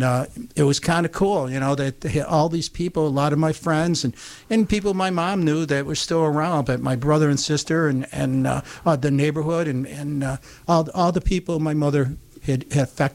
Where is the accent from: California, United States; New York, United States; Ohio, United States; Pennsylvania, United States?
New York, United States; Utica; moved away; we were in our 30s, and I'm not from here, I'm from the Utica area